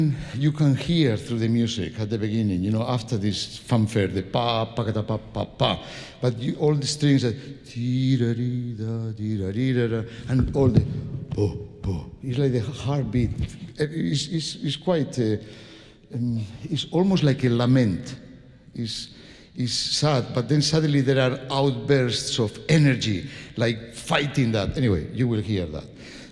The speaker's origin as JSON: {"language": "English", "country": "Spain", "second_language": "English", "said": "I am from Spain"}